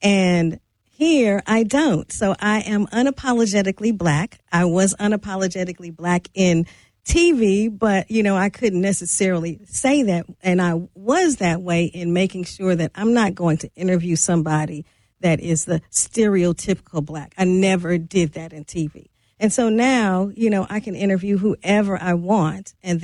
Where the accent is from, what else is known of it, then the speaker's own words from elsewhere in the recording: St. Louis, Missouri, United States; So I grew up in St. Louis, went to the University of Missouri Columbia